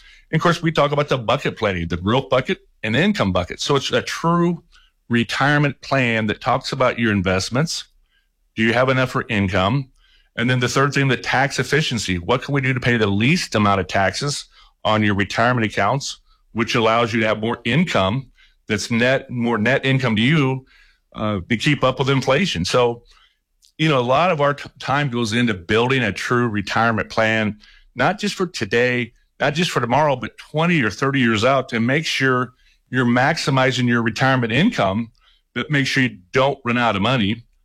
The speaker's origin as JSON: {"language": "English", "region": "Midwest", "country": "United States", "tie": "born or raised there", "said": "You know, growing up in the Midwest on a farm, doing chores, you know, it just kind of comes to you"}